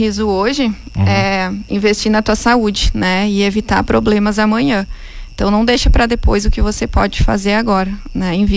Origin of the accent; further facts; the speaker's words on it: Cachoeira do Sul, Rio Grande do Sul, Brazil; moved away; also born or lived in Porto Alegre; Eu sou natural de Cachoeira do Sul.